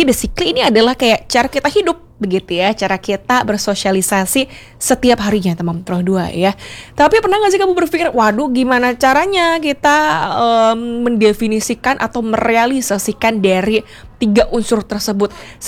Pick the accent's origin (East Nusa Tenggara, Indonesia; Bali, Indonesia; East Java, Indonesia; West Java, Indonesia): Bali, Indonesia; aku sebagai anak Bali yang lahir di Bali